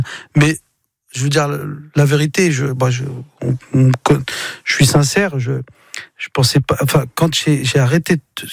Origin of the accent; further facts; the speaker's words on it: Mantes-la-Jolie, Île-de-France, France; je viens de Mantes-la-Jolie, d'un milieu ouvrier. On n'avait pas tous les codes, une sorte de réussite sociale.